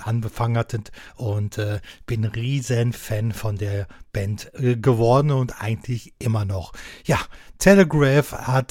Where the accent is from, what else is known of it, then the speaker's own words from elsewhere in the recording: West Germany, Germany; Jedes Mal muss man halt eine Mark, eine D-Mark, ne, ich bin Wessi, einwerfen